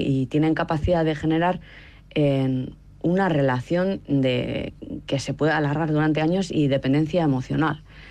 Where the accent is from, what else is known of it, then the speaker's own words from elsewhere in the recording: San Sebastián, Basque Country, Spain; now in Beijing, China; en mi ciudad natal, en Donosti